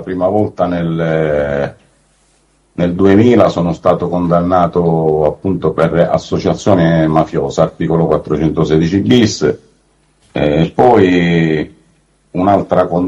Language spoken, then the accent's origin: Italian; Palermo, Sicily, Italy; born there; sono nato a Palermo il 19 gennaio del 1971.